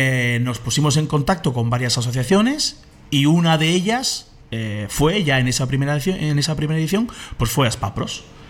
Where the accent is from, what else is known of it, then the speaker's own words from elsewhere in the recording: Santander, Cantabria, Spain; Yo soy de Santander.